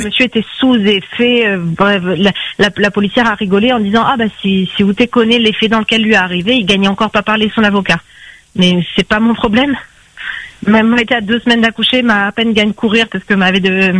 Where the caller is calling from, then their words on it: Saint-Pierre, Réunion; j'habite à Saint-Pierre en centre-ville près du front de mer